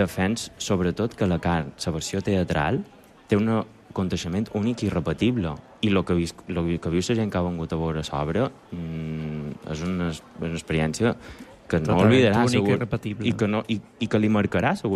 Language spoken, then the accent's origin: Catalan; Mallorca, Balearic Islands, Spain; now in Barcelona, Spain; Perquè perquè me n'he d'anar fora si jo soc d'aquí? Perquè no puc fer les meves mogudes aquí a Mallorca, precisament?